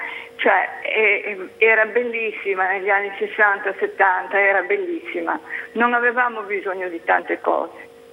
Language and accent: Italian; Genoa, Liguria, Italy; Io sono genovese, proprio genovese, da parte di padre e di madre, memoria d'uomo